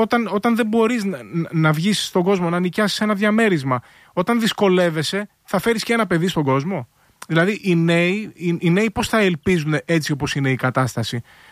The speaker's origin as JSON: {"language": "Greek", "country": "Greece", "said": "νιώθω ως Έλληνας πολίτης ότι νιώθω ότι ζω σε μια χώρα που πνίγομαι."}